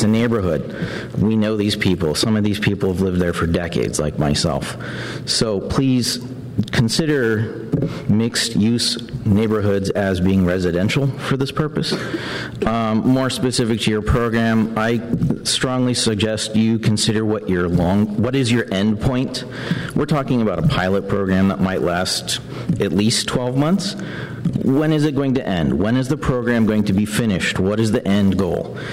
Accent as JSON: {"language": "English", "town": "Palo Alto", "region": "California", "country": "United States", "tie": "born or raised there", "said": "I grew up in Palo Alto on Olive Avenue."}